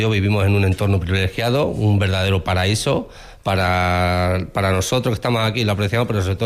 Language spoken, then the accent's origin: Spanish; Extremadura, Spain; Nos tienen, como somos extremeños, tienen la apreciación de que venimos a un secarral, pero no es así.